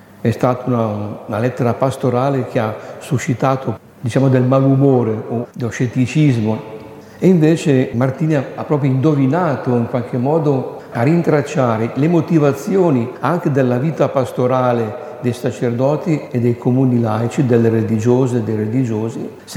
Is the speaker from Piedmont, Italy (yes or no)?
no; Lombardy, Italy; born there; now in Germagno, Italy; vengo da Lombardia come nascita